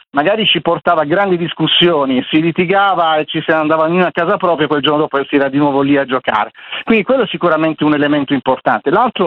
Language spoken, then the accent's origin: Italian; Bari, Apulia, Italy; Io sono nato a Bari, in una zona, diciamo, di confine fra una zona popolare e una zona, diciamo, da media borghesia.